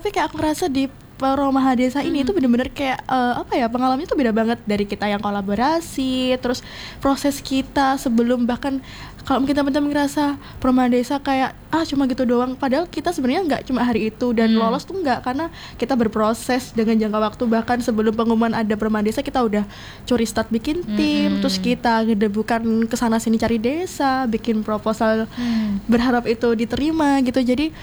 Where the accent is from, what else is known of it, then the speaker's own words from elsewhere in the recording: Java, Indonesia; aku orang Jawa